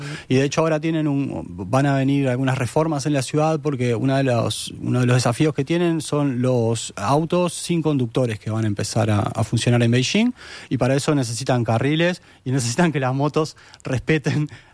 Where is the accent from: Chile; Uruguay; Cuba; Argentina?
Uruguay; uno como uruguayo no puede dejar de pensar qué pasaría en Uruguay